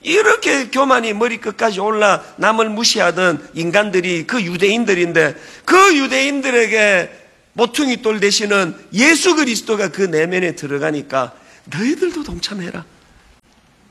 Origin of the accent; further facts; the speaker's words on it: Gyeongsang, South Korea; born there; 저는 경상도 사람이에요. 태어나 보니까 부모님이 그쪽에서 저를 낳으셨더라고요.